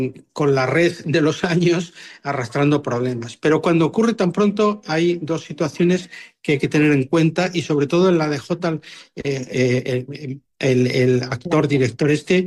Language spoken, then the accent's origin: Spanish; Fresno el Viejo, Castile and León, Spain; Eso en mi pueblo, por ejemplo, en Castilla, en Fresno el Viejo y Salamanca, era la norma.